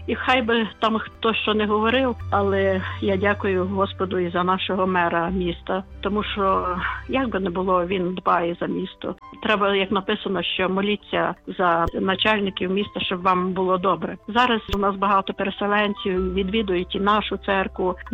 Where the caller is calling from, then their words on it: Lviv, Lviv Oblast, Ukraine; живу в Україні. Дякую, що зараз живу у Львові. Більшу частину свого життя я прожила у Львові, хоча я не народилася у Львові.